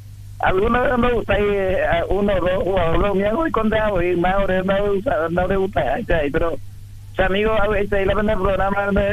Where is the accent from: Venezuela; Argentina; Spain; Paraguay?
Paraguay; yo soy de Vila Aeropuerto